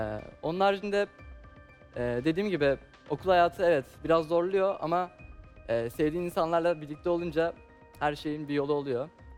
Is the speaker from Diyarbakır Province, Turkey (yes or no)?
yes; Diyarbakır, Diyarbakır Province, Turkey; Diyarbakırlıyım.